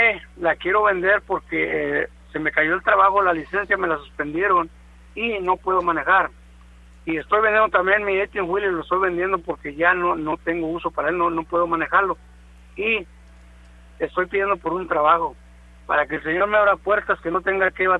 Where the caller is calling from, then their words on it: Corpus Christi, Texas, United States; de acá del área de Corpus.